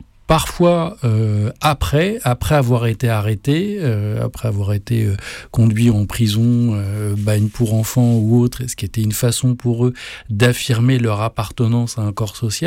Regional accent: Paris, Île-de-France, France; je me suis posé la question de savoir quel tatouage je me ferais pour dire que je viens de Paris.

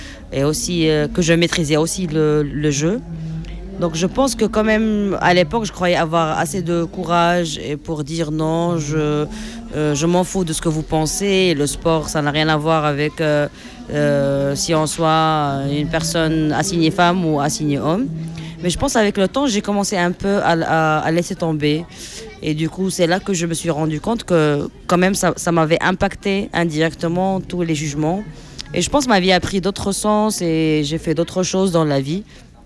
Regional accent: Salé, Rabat-Salé-Kénitra, Morocco; now in Rabat, Morocco; je suis née à Salé, qui est une ville à côté de Rabat, à 10 minutes en voiture, et je suis basée à Rabat, ça fait 6 ans.

